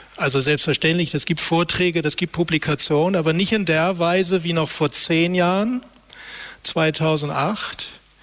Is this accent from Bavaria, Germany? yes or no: no; Hamburg, Germany; ich bin aus Hamburg, also Westdeutschland respektive Bundesrepublik.